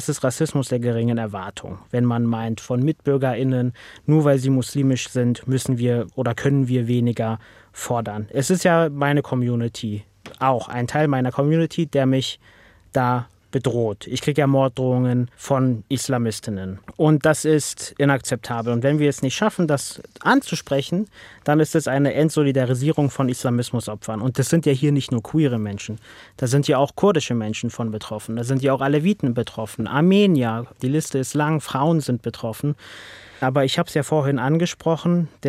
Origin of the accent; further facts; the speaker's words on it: Berlin, Germany; Und das sage ich als Berliner in Hamburg.